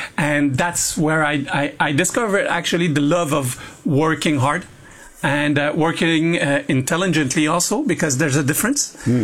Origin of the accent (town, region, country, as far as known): Quebec, Canada; accent: French